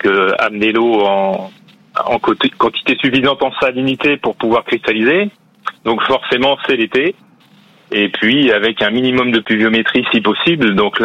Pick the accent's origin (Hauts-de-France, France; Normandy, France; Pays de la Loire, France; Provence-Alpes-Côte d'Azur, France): Pays de la Loire, France; Batz-sur-Mer; Je suis issu de Bas-sur-Mer. Donc, Bas-sur-Mer, Guérande, ça fait partie donc des deux grandes communes de production de sel.